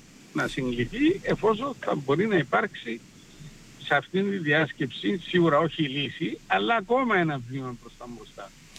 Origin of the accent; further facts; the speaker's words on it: Cyprus; θα είμαι πάρα πολύ ευτυχισμένος σαν Κύπριος, όχι σαν Ελληνοκύπριος